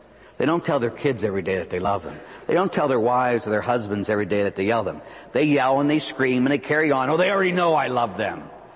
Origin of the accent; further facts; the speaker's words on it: Pittsburgh, Pennsylvania, United States; I grew up in Pittsburgh. I'm a Pittsburgher, I say yin still.